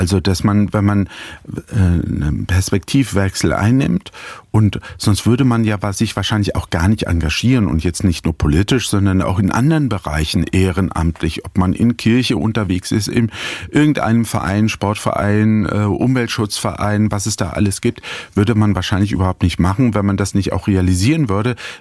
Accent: Butzbach, Hesse, Germany; Ja, auch bei uns in Putzbach, wo ich zu Hause bin, in meiner Heimatstadt, gibt's eine Genossenschaft

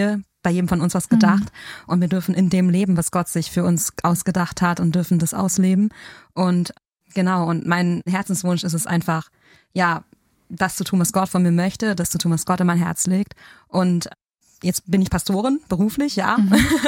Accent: North Rhine-Westphalia, Germany; also born or lived in Hesse; ich bin gebürtige Ruhrgebietlerin, war zwischendurch weg für mein Theologiestudium und bin dann wieder zurückgekommen.

